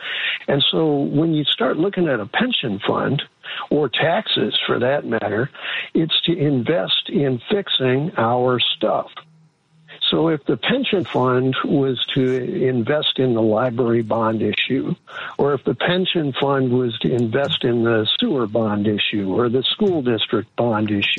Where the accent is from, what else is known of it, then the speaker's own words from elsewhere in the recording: St. Louis, Missouri, United States; And the state of Missouri, I'm from St. Louis, state of Missouri had usury laws